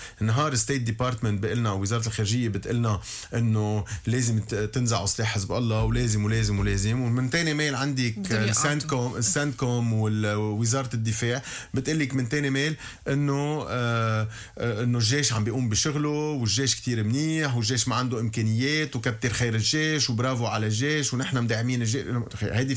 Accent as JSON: {"language": "Arabic", "country": "Lebanon", "said": "ونحن كمان كلبنانيين سياديين"}